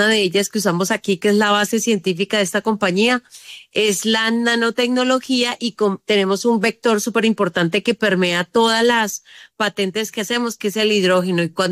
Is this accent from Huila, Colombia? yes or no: yes; Huila, Colombia; yo soy del Huila